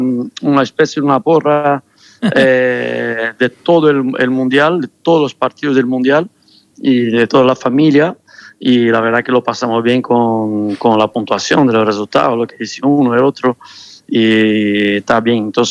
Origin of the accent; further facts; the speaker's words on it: Brazil; now in Spain; Con relación al deporte, soy muy, muy brasileño. Yo no dudaría lo más mínimo, aunque quiera España, tenga hijos españoles, mujer española, no dudaría lo más mínimo